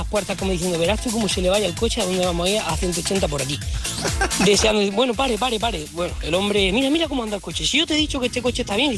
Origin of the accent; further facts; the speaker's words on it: Jaén, Andalusia, Spain; soy de Jaén y os cuento la experiencia